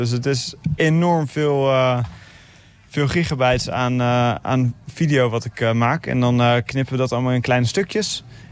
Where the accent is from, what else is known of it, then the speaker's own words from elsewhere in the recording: Haarlem, North Holland, Netherlands; ik kom uit Haarlem.